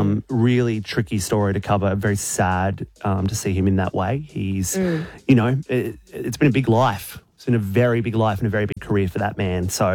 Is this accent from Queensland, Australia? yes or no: no; New South Wales, Australia; Where I grew up on the Central Coast, Crown Plaza Terrigal. It was the jewel in the crown. It's the biggest hotel on the Central Coast.